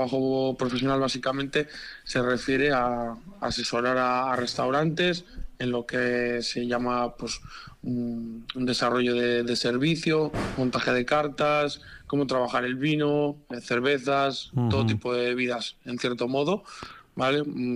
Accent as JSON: {"language": "Spanish", "region": "Galicia", "country": "Spain", "said": "Yo soy gallego."}